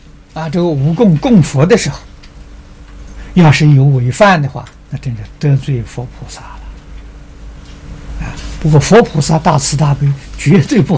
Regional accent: China; 这一点我们中国人不如外国人啊。

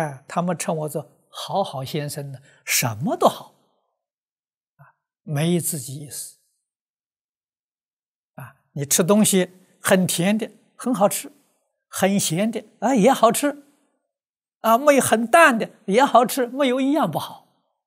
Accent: China; 我们中国人

